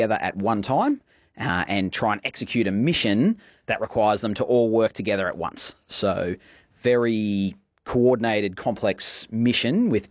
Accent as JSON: {"language": "English", "town": "Gilgandra", "region": "New South Wales", "country": "Australia", "tie": "born or raised there", "said": "Gilgandra is my hometown. For those not aware, in Western New South Wales, small town of about 2,000 to 2,500 people. I grew up on a farm there as a young fella."}